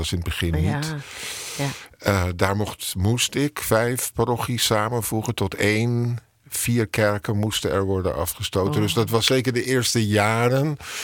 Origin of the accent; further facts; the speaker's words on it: Haarlem, North Holland, Netherlands; moved away as an adult; also born or lived in Amsterdam; now in Laren, Netherlands; ik ben geboren in Haarlem in het jaar 1957.